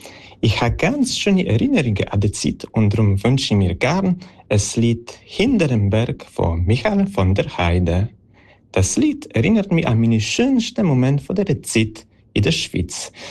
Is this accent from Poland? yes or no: yes; Poland; German is a second language; now in Netherlands; Hallo zusammen … ich komme aus Polen. Ich schicke ganz liebe Grüße aus den Niederlanden, wo ich jetzt lebe und arbeite.